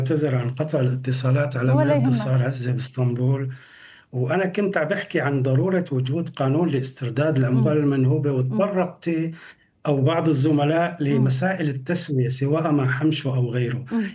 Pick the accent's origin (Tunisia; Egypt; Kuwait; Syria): Syria; now in Istanbul, Turkey; نحن كسوريين